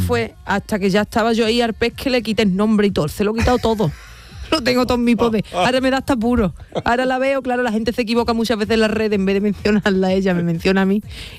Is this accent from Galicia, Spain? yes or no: no; Andalusia, Spain; accent: like the people of Chipiona; hablo como la gente de Chipiona, porque mi pueblo está al lado